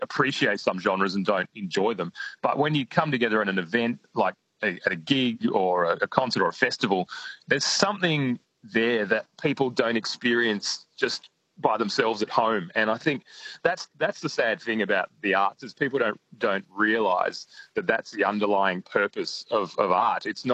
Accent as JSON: {"language": "English", "country": "Denmark", "tie": "born or raised there", "said": "And my hometown in Denmark, there's the Wallery, which is another sort of community"}